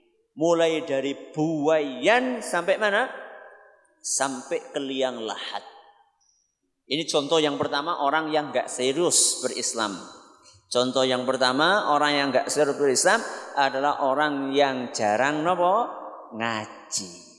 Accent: Central Java, Indonesia; accent: Ngapak; Kalau saya pakai bahasa ngapak panjenengan paham enggak?

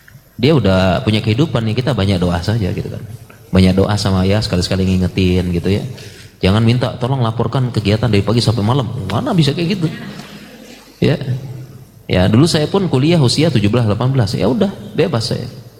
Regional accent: Sumbawa Island, West Nusa Tenggara, Indonesia; masa kecil saya dulu di Pulau Sumbawa ya.

